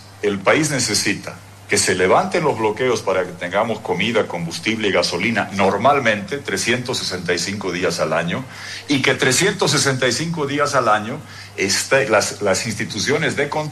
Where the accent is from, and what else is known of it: Bolivia